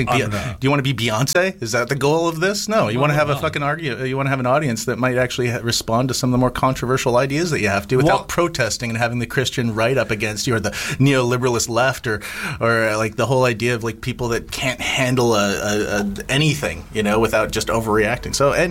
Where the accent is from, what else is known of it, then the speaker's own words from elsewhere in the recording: Canada; moved away as an adult; also born or lived in United States; I'm a Canadian. I never felt like I fit in the United States.